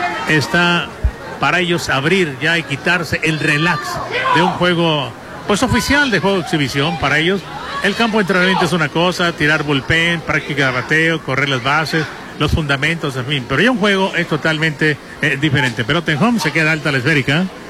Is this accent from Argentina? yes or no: no; Tuxpan, Nayarit, Mexico; nosotros somos de Tuxpan.